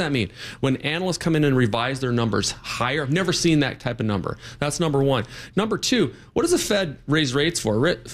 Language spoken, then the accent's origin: English; Minnesota, United States; I was born and raised in Minnesota.